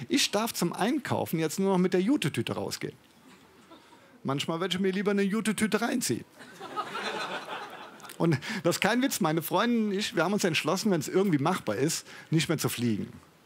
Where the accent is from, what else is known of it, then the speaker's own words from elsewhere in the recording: Koblenz, Rhineland-Palatinate, Germany; now in Cologne, Germany; ich komme aus Koblenz, wohne jetzt in Köln